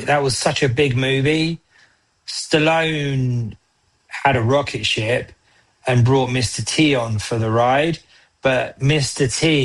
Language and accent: English; London, United Kingdom; moved away; It was at a time where there were only a few channels in London, where I'm from.